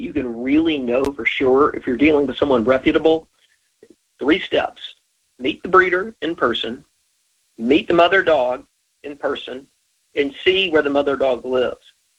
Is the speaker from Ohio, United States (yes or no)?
no; Tennessee, United States; I grew up in Tennessee. All through the South, we have very large numbers of dogs in animal shelters